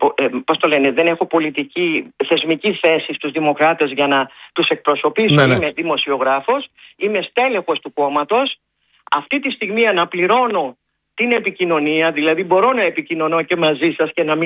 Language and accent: Greek; Veria, Central Macedonia, Greece; είμαι από τη Βέρεια, δηλαδή από την Ημαθία που είναι κοντά στα Γιαννιτσά